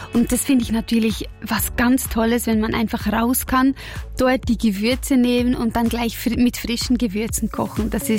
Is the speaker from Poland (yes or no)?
no; Switzerland; Wir sind so eine Schützenfamilie. Bei uns in der Schweiz ist das wirklich so eine Tradition.